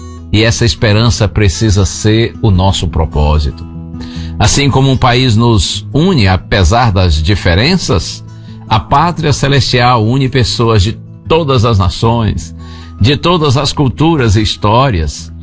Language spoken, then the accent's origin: Portuguese; Brazil; Somos brasileiros.